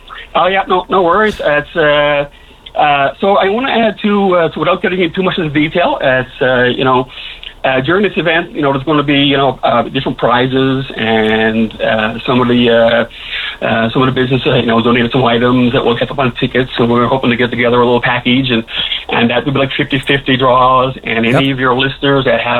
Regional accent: Gander, Newfoundland and Labrador, Canada; I come from Wake and Gander

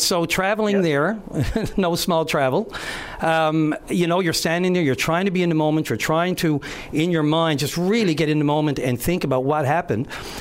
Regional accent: St. John's, Newfoundland and Labrador, Canada; In the West End of St. John's, down by Barring Park.

